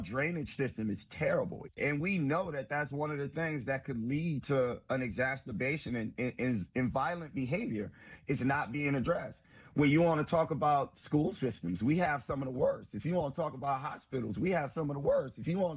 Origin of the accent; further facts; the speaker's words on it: New Orleans, Louisiana, United States; And I'm lucky that I grew up in New Orleans, because it is a blue dot in the red ocean.